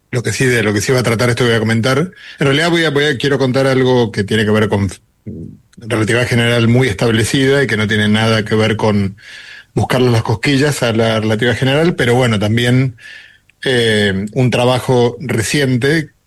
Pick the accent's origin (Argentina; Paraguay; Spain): Argentina; mira que yo soy argentino y en Argentina tampoco es que sea, también es complicado manejar en Buenos Aires